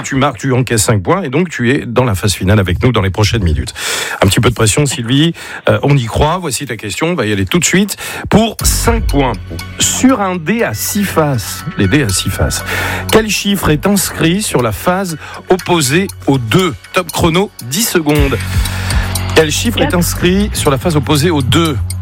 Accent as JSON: {"language": "French", "region": "Auvergne-Rhône-Alpes", "country": "France", "said": "C'est vrai, bah, en même temps, je suis auvergnat."}